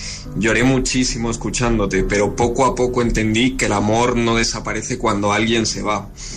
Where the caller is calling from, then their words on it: Madrid, Community of Madrid, Spain; de Madrid.